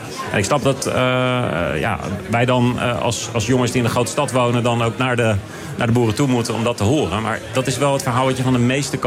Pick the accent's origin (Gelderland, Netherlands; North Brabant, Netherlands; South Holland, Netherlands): Gelderland, Netherlands; Oorspronkelijk kom ik ook uit de Bommelerwaard bijvoorbeeld.